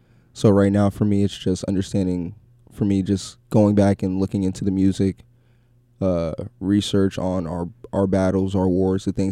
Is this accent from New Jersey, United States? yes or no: yes; New Jersey, United States; born there; also born or lived in Miami, Florida / Haiti (ancestry); now in Richmond, United States; I am Haitian American. Grew up in a Haitian household. I was born in Miami, Florida. So stood over there for about a couple years, and then my sister was born up in Jersey. Ended up moving up there.